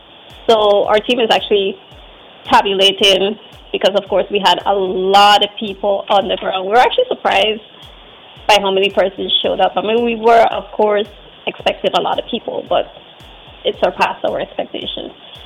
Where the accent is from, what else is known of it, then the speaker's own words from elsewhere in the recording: New Amsterdam, East Berbice-Corentyne, Guyana; I'm actually from New Amsterdam.